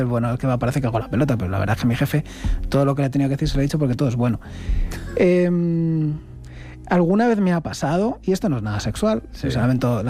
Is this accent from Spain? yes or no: yes; Spain; la sensación que tenemos como pueblo español hacia el pueblo saharaui es un sentimiento de afecto